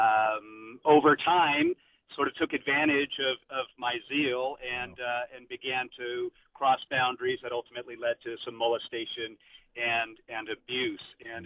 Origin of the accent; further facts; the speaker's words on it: Utah, United States; also born or lived in Southern California; So, you know, I was born in Southern California, but we moved to Utah when I was very young. And so as a devout Catholic family, we were a bit of a minority in Utah.